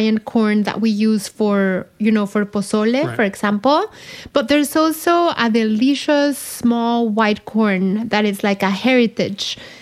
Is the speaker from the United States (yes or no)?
no; central Mexico, Mexico; Growing up in Central Mexico, the salsa verde, which is something we absolutely love